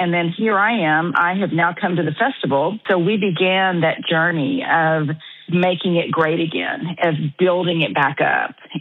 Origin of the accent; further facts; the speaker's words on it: Texas, United States; we grew up in outside of Belmont, Texas.